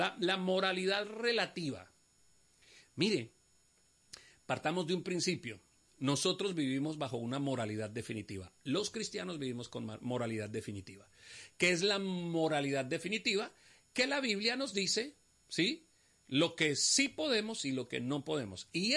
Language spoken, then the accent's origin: Spanish; Colombia